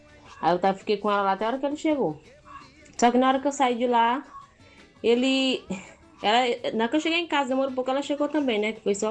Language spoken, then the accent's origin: Portuguese; Alto Alegre do Pindaré, Maranhão, Brazil; sou de Alto Alegre do Pindaré.